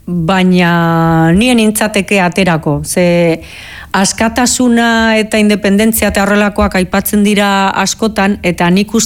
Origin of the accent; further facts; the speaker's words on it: Navarre, Spain; Basque is a second language; Eta pues, Nafarroan pues, hori, ba, ni bezala, oza, ni euskaldun berria naiz.